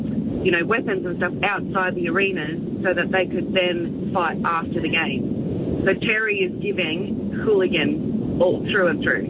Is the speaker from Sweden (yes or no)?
yes; Sweden; now in Australia; I grew up in Sweden